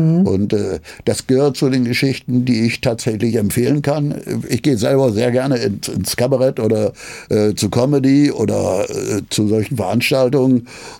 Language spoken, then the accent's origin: German; Osnabrück, Lower Saxony, Germany; now in Berlin, Germany; Also ich bin 72 nach West-Berlin gekommen. 72, ja. Das heißt, ich bin länger Berliner als die meisten Berliner, die hier heutzutage leben. Aber ich bin halt dadurch kein Ur-Berliner. Ich komme ursprünglich aus Osnabrück.